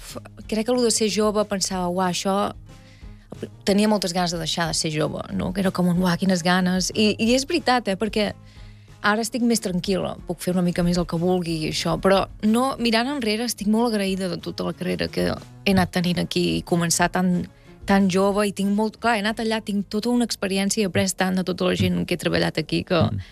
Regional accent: Vic, Catalonia, Spain; accent: Catalan; first language Catalan; moved away as an adult; now in New York, United States; jo tinc molta sort de ser un lloc com Vic

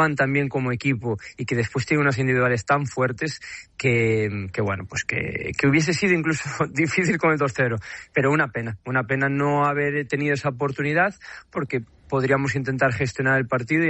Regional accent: Galicia, Spain; now in Istanbul, Turkey; la vida pues me ha llevado por diferentes países como buen gallego y estoy ahora aquí por quinta temporada consecutiva en Estambul y muy contento.

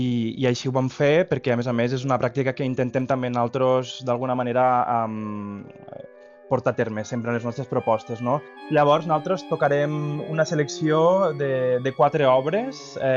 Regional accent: L'Ametlla de Mar, Catalonia, Spain; moved away; jo soc de l'Ametlla de Mar, soc natural de l'Ametlla de Mar

